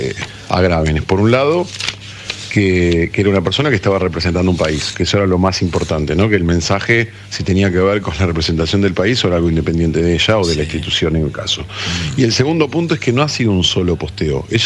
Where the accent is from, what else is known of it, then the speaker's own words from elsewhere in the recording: Argentina; somos argentinos judíos. Y no es un tecnicismo menor. O sea, somos una población argentina que defendemos a nuestro país